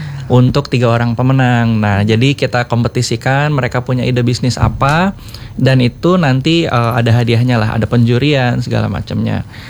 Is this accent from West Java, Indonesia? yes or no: yes; Bogor, West Java, Indonesia; kita sebagai anak muda Bogor